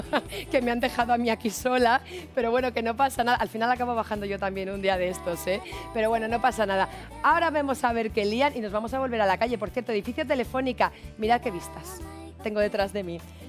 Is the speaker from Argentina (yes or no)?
no; Sanabria, Castile and León, Spain; unos de mi pueblo, por cierto, de Sanabria